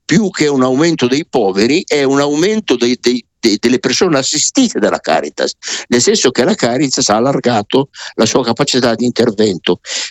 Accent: Emilia-Romagna, Italy

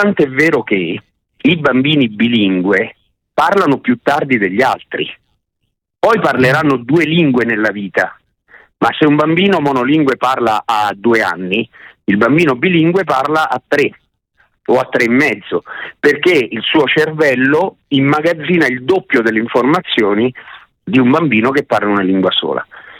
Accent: L'Aquila, Abruzzo, Italy; io sono originario dell'Aquila

